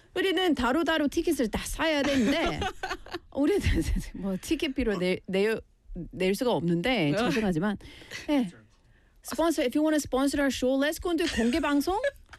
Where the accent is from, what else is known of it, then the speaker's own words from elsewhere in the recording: Scotland, United Kingdom; now in South Korea; as a non-Korean, like as a Scottish person